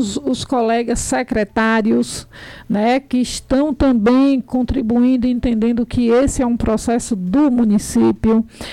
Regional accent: Piritiba, Bahia, Brazil; born there; Onde eu nasci e plantei a minha semente, onde eu constituí minha família.

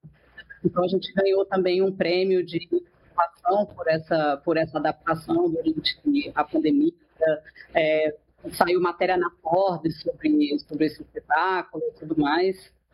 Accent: Brazil; para saberem que somos brasileiros, falamos português.

